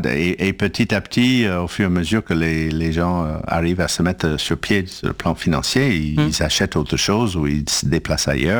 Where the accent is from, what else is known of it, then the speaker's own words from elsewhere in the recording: Canada; now in France; j'ai grandi au Canada